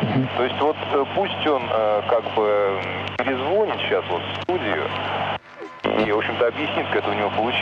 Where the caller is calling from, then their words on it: Volgograd, Volgograd Oblast, Russia; Я, значит, из Волгограда, вот, нас тут подключили